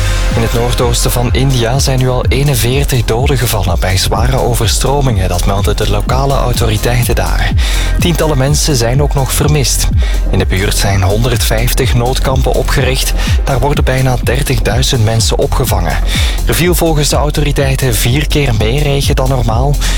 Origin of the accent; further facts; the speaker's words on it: Belgium; en dat is dan misschien goed nieuws voor ons als Belgen